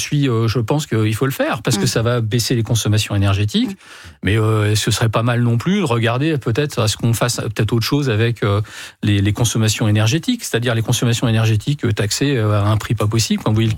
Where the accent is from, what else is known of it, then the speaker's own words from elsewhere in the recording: Hauts-de-France, France; now in Amiens, France; Moi je viens de la Somme. La Somme, c'est un département, c'est celui où il y a le plus d'éoliennes en France.